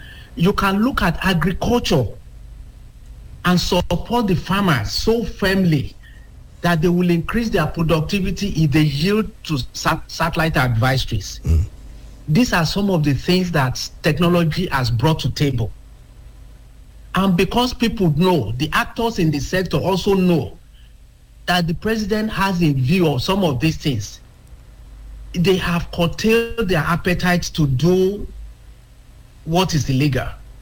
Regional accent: Osun, Nigeria; I'm from Ilorogun

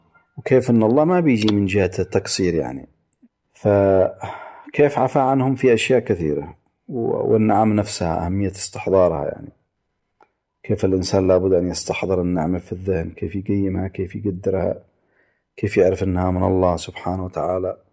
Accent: Yemen; احنا مثلا عندنا في اليمن

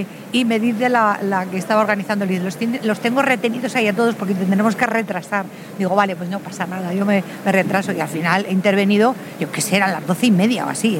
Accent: Castile and León, Spain; He ido al stand de Castilla y León, que también muy grande, hombre, en mi tierra, como no, y me he ido por supuesto al stand de Ávila

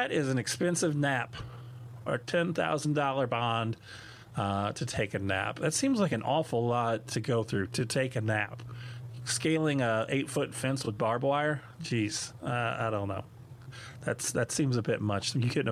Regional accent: St. Louis, Missouri, United States; now in New Orleans, United States; And, you know, growing up in St. Louis, the biggest sports icon in the city of St. Louis is Stan the Man Musial

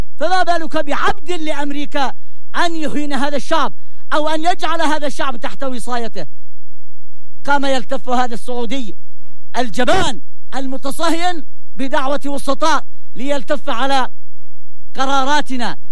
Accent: Yemen; عندنا في اليمن

